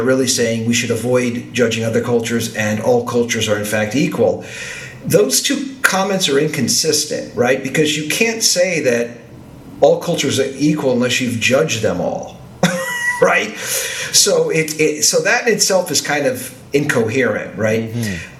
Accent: United States; as an American who was used to people lining up to communion in an orderly fashion

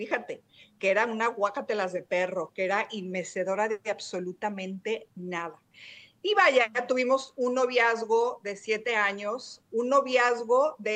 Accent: León, Guanajuato, Mexico; also born or lived in Puebla; yo soy de León, Guanajuato, yo me fui a vivir a estudiar a la Universidad a Puebla, regreso porque la verdad es que yo extrañaba muchísimo a mi mamá.

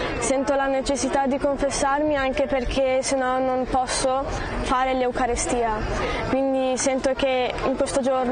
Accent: Quarto d'Altino, Veneto, Italy; Io vengo da Quarto d'Altino, in provincia di Venezia

